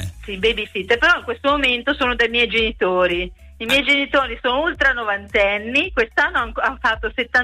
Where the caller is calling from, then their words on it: Varedo, Lombardy, Italy; Io sono di Varedo.